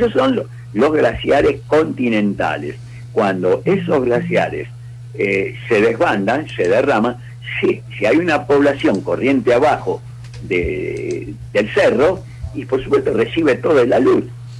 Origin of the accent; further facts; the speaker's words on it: Argentina; Bueno, somos argentinos y hablamos así.